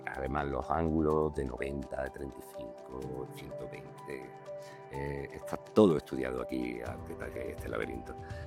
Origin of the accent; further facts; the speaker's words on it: Fuente de Piedra, Andalusia, Spain; Yo soy de Fuentepiedra y mucho trabajo de investigación, la verdad.